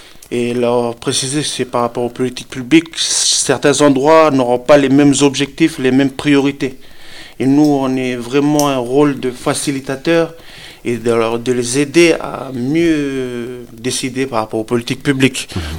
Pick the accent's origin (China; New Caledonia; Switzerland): New Caledonia; Lifou, Loyalty Islands Province; chez moi à Lifou